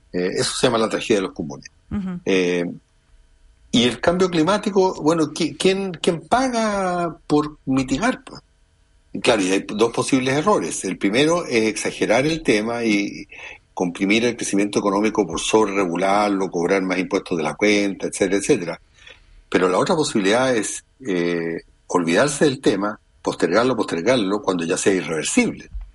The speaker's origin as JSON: {"language": "Spanish", "country": "Chile", "said": "sobre todo nosotros por nuestra geografía. Digamos que somos una especie de cornisa entre el mar y la cordillera."}